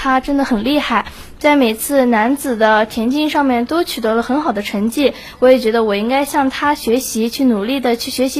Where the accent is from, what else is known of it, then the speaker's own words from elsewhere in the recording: China; 首先呢，作为中国人，我觉得我们应该练得一手好字。